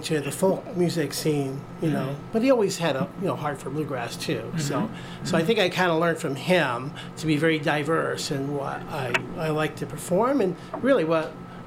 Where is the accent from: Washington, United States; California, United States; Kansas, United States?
Washington, United States; born there; We lived in Washington State, kind of off the Olympic Peninsula.